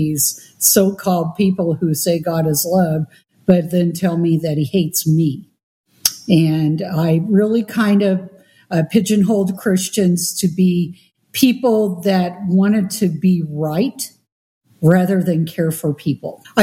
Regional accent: Seattle, Washington, United States; now in East Texas, United States; Well, remember, I'm from Seattle. East Texas is Podunkville.

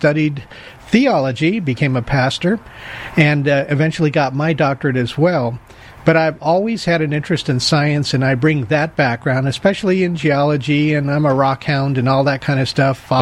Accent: Los Angeles, California, United States; I grew up in Los Angeles, and in the Hollywood culture, I was not raised in a particularly religious home

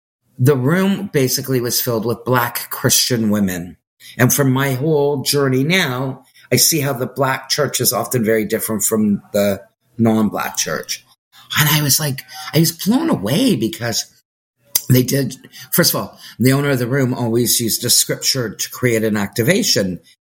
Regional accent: Canada; and I'm Canadian. So Canada went mad and we were in lockdown the longest.

